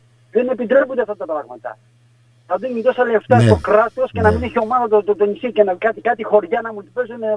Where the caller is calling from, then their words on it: Zakynthos, Ionian Islands, Greece; είμαστε Ζακυνθινή βρε.